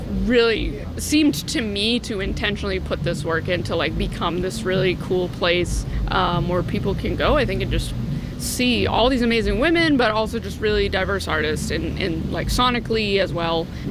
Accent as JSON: {"language": "English", "region": "Massachusetts", "country": "United States", "said": "You know, I'm from Massachusetts, so it was sort of a natural thing."}